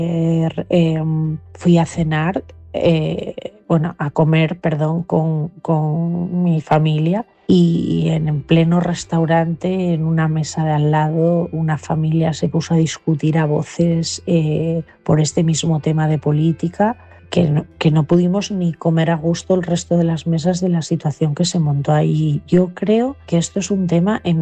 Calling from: Asturias, Spain; de Asturias, esta noche desde León

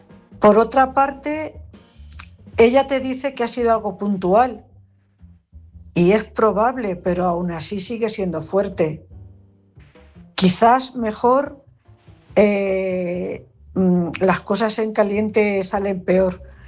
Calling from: Cuenca, Castilla-La Mancha, Spain; Buenas noches … corresponsal de Cuenca.

